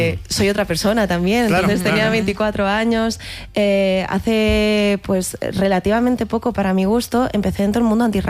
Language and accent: Spanish; Barcelona, Catalonia, Spain; born there; now in Madrid, Spain; Yo nací en Barcelona, o sea, soy súper catalana, aunque muchos no quieran aceptarlo, pero llevo 14 años en Madrid, entonces tengo un popurrí de acentos que es que ni yo misma me acabo de encontrar.